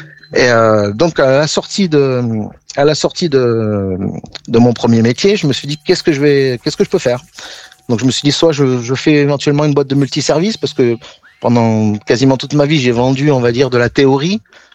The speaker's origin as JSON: {"language": "French", "region": "Auvergne-Rhône-Alpes", "country": "France", "tie": "born there", "also_born_or_lived": "Montpellier", "moved": "yes", "lives_now": "Carcassonne, France", "said": "la région où je suis né, vers Valence."}